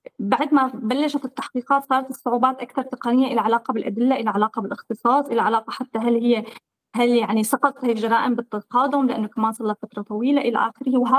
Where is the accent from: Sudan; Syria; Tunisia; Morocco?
Syria; نحن عندنا اياها كسوريين وسوريا